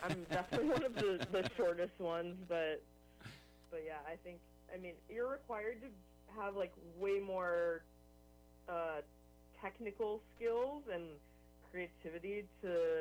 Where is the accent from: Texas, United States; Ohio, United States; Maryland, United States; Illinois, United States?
Illinois, United States; But the one I grew up playing on was in the suburbs and in the middle of a park. So, yeah. That's kind of how it went in Illinois.